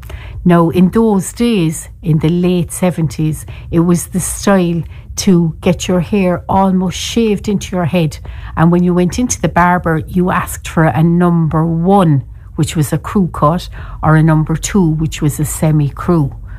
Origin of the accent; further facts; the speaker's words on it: Cork, Munster, Ireland; I am the storyteller from Cork. And in Cork today, we are nursing the broken hearts.